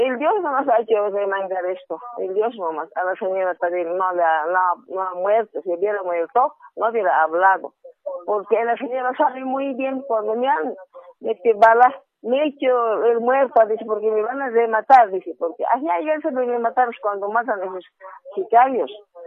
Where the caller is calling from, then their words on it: La Paz, Bolivia; Estoy llamando de La Paz, ciudad de La Paz.